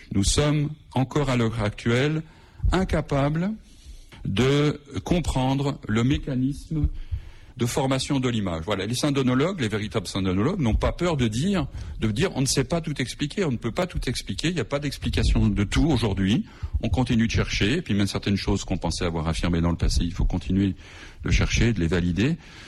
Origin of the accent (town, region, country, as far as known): Lyon, Auvergne-Rhône-Alpes, France